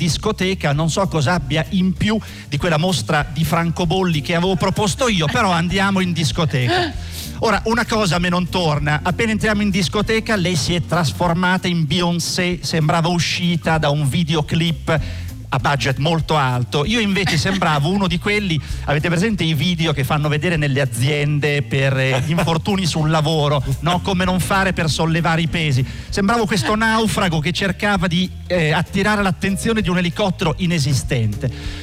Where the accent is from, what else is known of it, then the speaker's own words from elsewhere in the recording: Rimini, Emilia-Romagna, Italy; born there; sono nato a Rimini